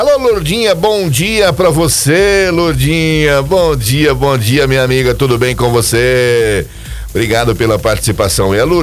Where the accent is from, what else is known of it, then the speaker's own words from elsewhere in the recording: Brazil; Mas nós somos brasileiros e teimosos.